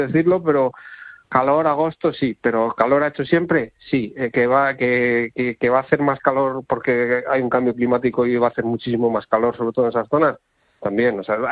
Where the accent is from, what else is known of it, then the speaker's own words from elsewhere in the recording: Segovia, Castile and León, Spain; es de mi tierra, de Segovia